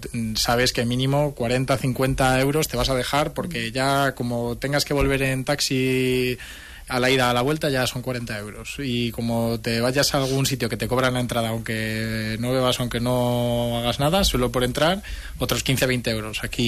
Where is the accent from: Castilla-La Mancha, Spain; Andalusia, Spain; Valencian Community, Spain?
Castilla-La Mancha, Spain; Alcázar de San Juan; moved away; los que somos de Alcázar nos damos cuenta de que no es normal, sobre todo cuando volvemos al pueblo.